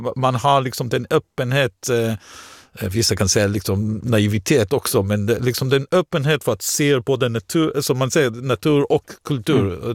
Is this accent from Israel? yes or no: yes; Israel; now in Sweden; Jag kom från Israel, och Israel reser man också mycket, men på ett helt annat sätt.